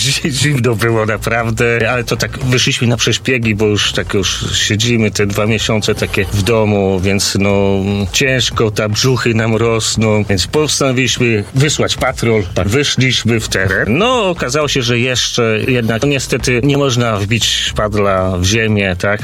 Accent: Szczecinek, West Pomeranian Voivodeship, Poland; born there; Ja się urodziłem w Szczecinku, tak notabene, ale to dlatego mnie tu ciągnie.

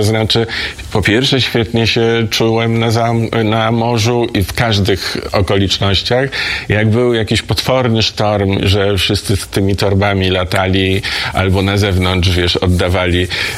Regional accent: Warsaw, Masovian Voivodeship, Poland; Jestem z Warszawy, tak z Warszawy i rodzina mamy, i rodzina ojca od kilku pokoleń stąd się wywodziła, więc nie mam żadnych związków z wybrzeżem, z morzem.

